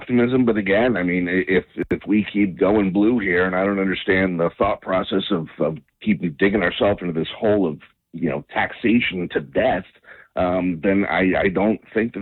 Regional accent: New Jersey, United States; also born or lived in Arizona; I am born in Arizona, Central Jersey grown

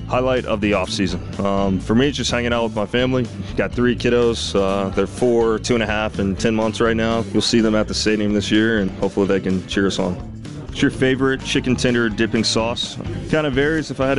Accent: Texas, United States; I'm from Texas, and we're all about like Southern hospitality

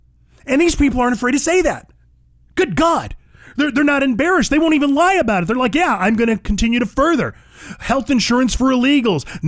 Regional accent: Merced, California, United States; moved away; I see signs all over the San Joaquin Valley, which were my old stomping grounds. Okay, I was born and raised out in Merced.

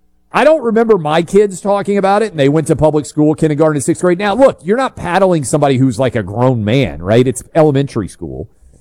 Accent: New York City, New York, United States; This is where growing up in New York City, I would have been very surprised if you still couldn't be paddled in public school classrooms.

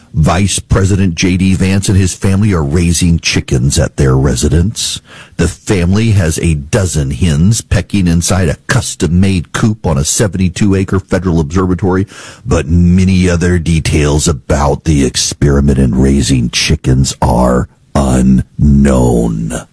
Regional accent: Dubai, United Arab Emirates; born or raised there; moved away

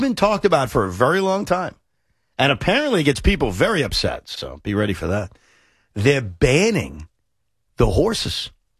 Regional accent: New York City, New York, United States; As a New Yorker

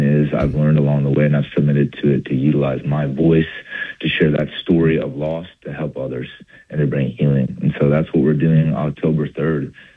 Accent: Iowa, United States; moved away as an adult; now in Nashville, United States; I was in Nashville. I'd been there for a couple of years. I grew up in Northeast Iowa

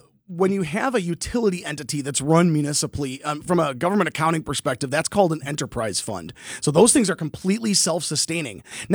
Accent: Jefferson, Wisconsin, United States; you know, I grew up in Jefferson, Wisconsin, great town, you know

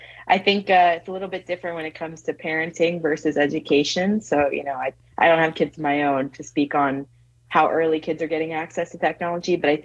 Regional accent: Florida, United States; I grew up in Seminole County, so it was always my goal to end up teaching there as well.

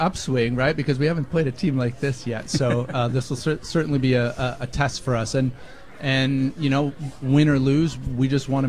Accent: Lynden, Washington, United States; being from Linden, in those days growing up

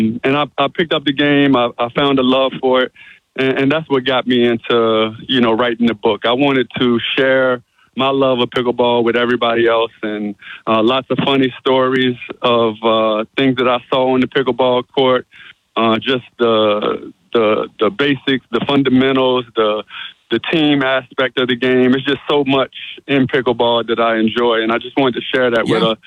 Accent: Richmond, Virginia, United States; here in my hometown of Richmond, Virginia. I just live right outside of Richmond and Chesterfield

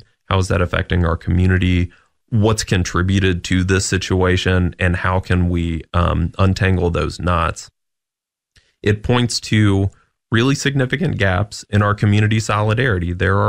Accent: Clarksville, Tennessee, United States; This is my hometown

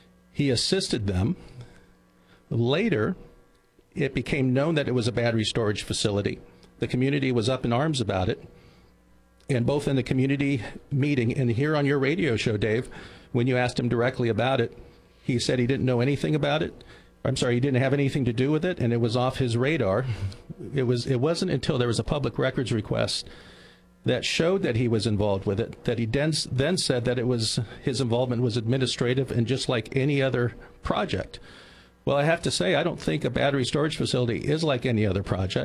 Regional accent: Oceano, California, United States; I'm a guy that was born and raised in Oceano, grew up in a small business, Old Juan's Cantina.

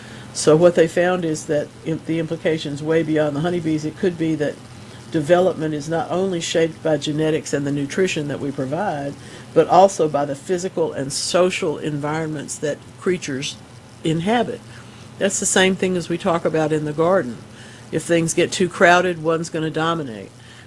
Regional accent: Gulfport, Mississippi, United States; I grew up in Gulfport

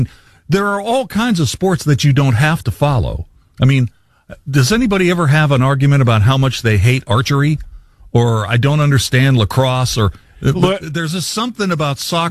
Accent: United States; as an American culture, we don't like to lose.

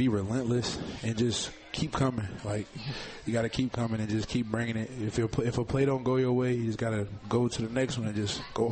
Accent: Louisville, Kentucky, United States; No, I always loved Louisville my whole life.

